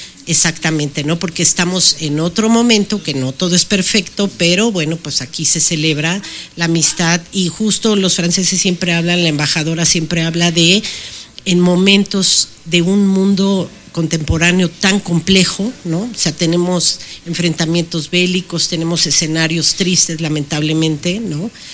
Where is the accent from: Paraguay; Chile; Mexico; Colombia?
Mexico; yo trabajo para la programación francesa, claro, pero soy mexicana.